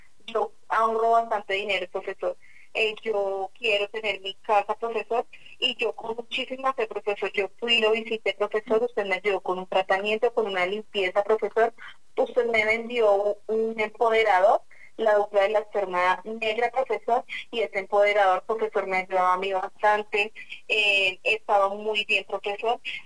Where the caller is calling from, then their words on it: Bogotá, Bogotá D.C., Colombia; le estoy llamando desde Bogotá, del barrio Álamo